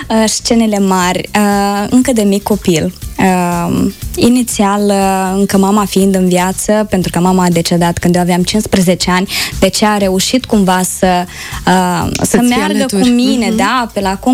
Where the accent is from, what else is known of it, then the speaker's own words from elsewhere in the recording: Pârjolteni, Călărași District, Moldova; am cântat-o și în satul meu de Baștină, unde am înlocuit Baraboiul cu Pârjolteniul. Este o melodie care, într-adevăr, nu știu, eu duc dorul de casă.